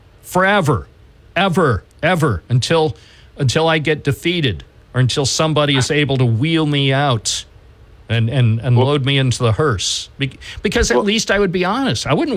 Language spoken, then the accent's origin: English; New York, United States; as a New Yorker